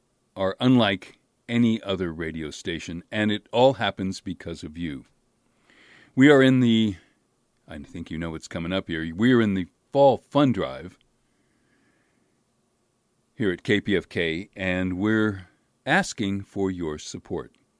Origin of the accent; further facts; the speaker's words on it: California, United States; now in Los Angeles, United States; I grew up near Berkeley, California, and I remember my parents listening to KPFA and KPFB.